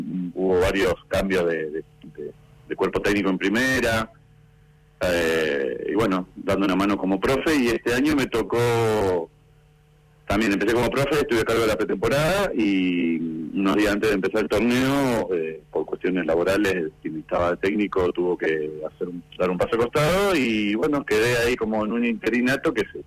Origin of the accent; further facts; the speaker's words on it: Comodoro Rivadavia, Chubut, Argentina; born there; also born or lived in Buenos Aires / Córdoba; Yo no soy acá de Comodoro, soy nacido en Buenos Aires, viví unos años en Córdoba y en el año 98 nos radicamos acá con mi familia, mis padres, mis hermanos en ese momento, acá en Comodoro